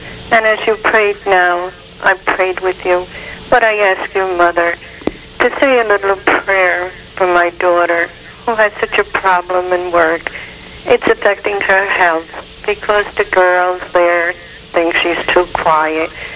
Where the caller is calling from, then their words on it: New Jersey, United States; I'm calling from Jersey.